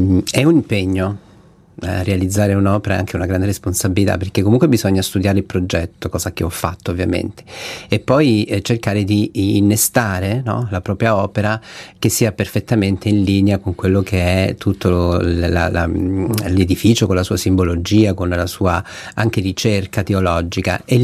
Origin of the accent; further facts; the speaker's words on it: Calabria, Italy; Io sono calabrese, quindi mi piace sempre che ci sia qualcosa, insomma, che ricordi le mie origini.